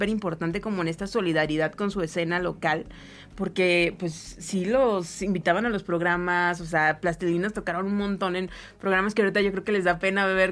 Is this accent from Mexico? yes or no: yes; Monterrey, Nuevo León, Mexico; now in Mexico City, Mexico; porque somos uh-huh. de Monterrey y estamos en el tiempo también